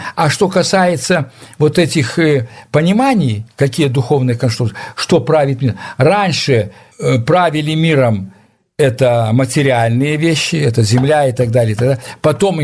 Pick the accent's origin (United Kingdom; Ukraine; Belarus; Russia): Belarus; Я доведался то, что я белорус первый раз, когда учился в этом...